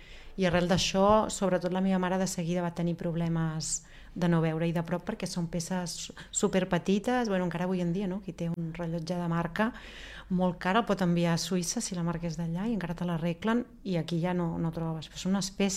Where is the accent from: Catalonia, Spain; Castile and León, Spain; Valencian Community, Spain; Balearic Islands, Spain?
Catalonia, Spain; Manresa; born there; Catalan is a second language